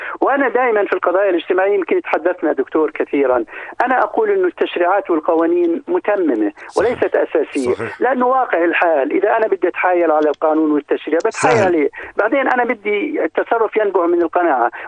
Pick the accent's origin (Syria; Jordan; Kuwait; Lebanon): Jordan; بنلوم دائما الدولة سواء عندنا في الأردن او غيرنا